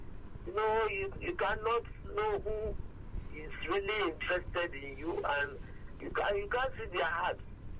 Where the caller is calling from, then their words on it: Ibeju-Lekki, Lagos, Nigeria; I'm calling from Ibejuleki.